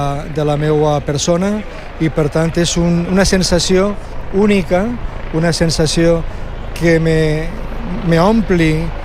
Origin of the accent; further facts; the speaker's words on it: Paiporta, Valencian Community, Spain; born there; En una primera etapa en l'Ajuntament del meu poble, Paiporta